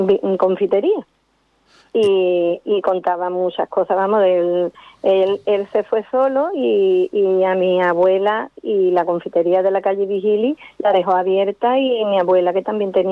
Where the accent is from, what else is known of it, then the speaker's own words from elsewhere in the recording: Cádiz, Andalusia, Spain; born there; Yo de pequeña siempre he estado en Cádiz y mi familia toda era de Cádiz.